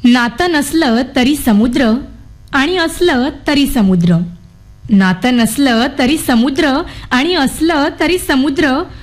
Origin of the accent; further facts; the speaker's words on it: Devgad, Maharashtra, India; now in Mumbai, India; ने मी मूळची देवगडची आहे, तर गावी कसं निरभ्र आकाश आपल्याला पाहायला मिळतं